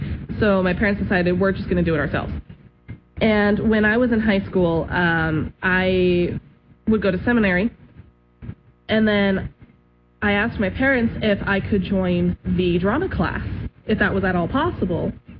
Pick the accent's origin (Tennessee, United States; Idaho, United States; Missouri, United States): Idaho, United States; Rigby; moved away as an adult; now in Alaska, United States; Well, I'm originally from Idaho, southeast Idaho. If anyone is familiar with the area, Rigby, right between Idaho Falls and Rexburg, you blink and you miss it kind of thing on the highway. And I grew up there for, I want to say, about 20 years.